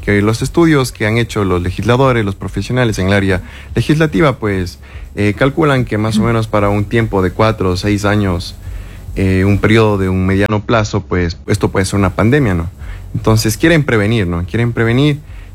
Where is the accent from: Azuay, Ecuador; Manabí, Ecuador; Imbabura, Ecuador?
Imbabura, Ecuador